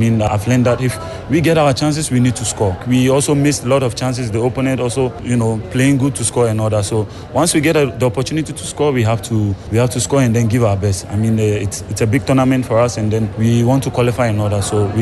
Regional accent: Ghana; English is a second language; I'm from Ghana and I'm a player for Nyoka FC for Durant Cup tournament.

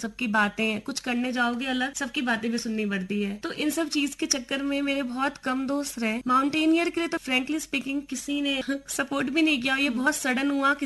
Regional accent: Delhi, India; मैं दिल्ली से हूँ

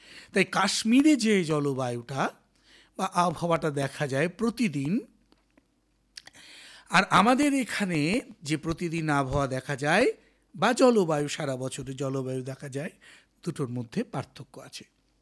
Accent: India; আমাদের দেশ ভারতবর্ষ, এই ভারতবর্ষ শীত প্রধান অঞ্চলে অবস্থিত নয়, এটা আমরা ভালো করেই জানি। আমাদের দেশ ভারতবর্ষ গ্রীষ্মমণ্ডলীয় দেশে অবস্থিত

